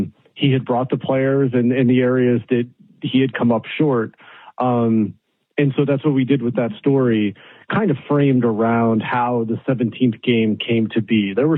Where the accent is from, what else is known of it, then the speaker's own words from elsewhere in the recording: Alaska, United States; Like, I grew up in Alaska.